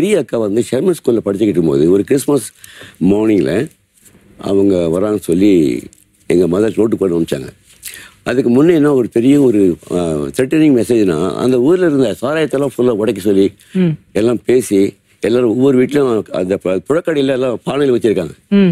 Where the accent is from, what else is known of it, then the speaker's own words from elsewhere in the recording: India; moved away as an adult; now in Vellore, India; எனக்கு சொந்த ஊர் வந்து பாம்பூர் தான். அங்கே நான் அந்த 1971 அந்த ஊருக்கு நான் போனேன்.